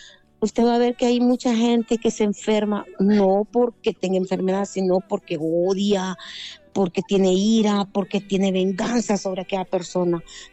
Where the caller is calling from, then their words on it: Suyapa, Francisco Morazán, Honduras; de la aldea de Suyapa.